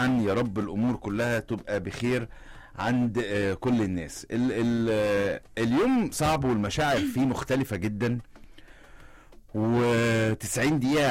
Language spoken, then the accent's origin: Arabic; Egypt; احنا مصريين وفخورين بمصريين.